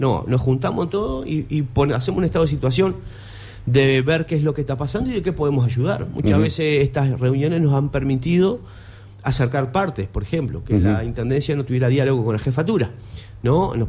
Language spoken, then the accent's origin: Spanish; Sauce, Canelones, Uruguay; Yo soy de Canelones. Vivo a una cuadra de los José Artigas.